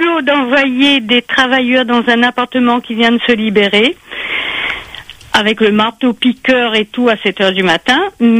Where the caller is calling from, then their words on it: Saint-Joseph, Réunion; Je suis à Saint-Joseph, à Rosaire, Congo, dans le bâtiment où il n'y a pas d'eau chaude depuis début juillet.